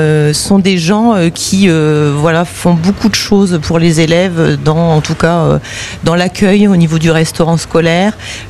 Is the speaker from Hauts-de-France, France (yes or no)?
yes; Hauts-de-France, France; Je viens de la région du Nord.